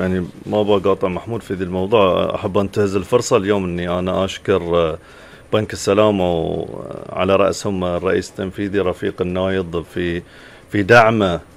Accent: Bahrain; عندنا في البحرين

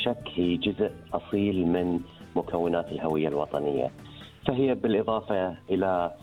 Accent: Bahrain; يعني هي ما يميزنا كبحرينيين

